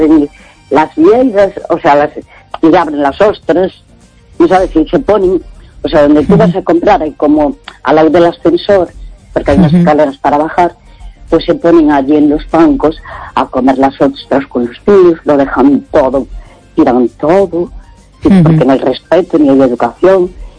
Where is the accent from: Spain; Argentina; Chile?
Spain; Santiago de Compostela, Galicia; Porque yo soy de Santiago de toda la vida, mi abuelo